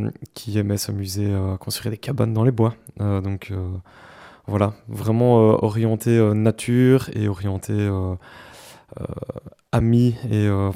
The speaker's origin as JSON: {"language": "French", "town": "Dinant", "region": "Wallonia", "country": "Belgium", "tie": "born or raised there", "said": "Alors moi, je proviens de la région de Dinan. Dans un petit village en pleine campagne, du petit village d'Awagne, à proximité donc de Dinan, effectivement."}